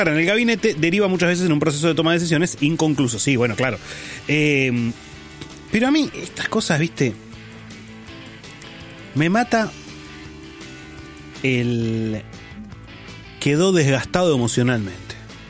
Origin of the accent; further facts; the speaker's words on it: La Matanza, Buenos Aires Province, Argentina; now in Boulogne, Argentina; Sí, claro. Tengo tatuado el mapa de la Matanza.